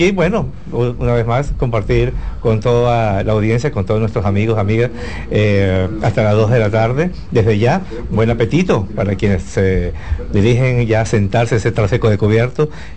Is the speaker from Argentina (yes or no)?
no; Venezuela; now in Dominican Republic; en la región donde yo vengo de Venezuela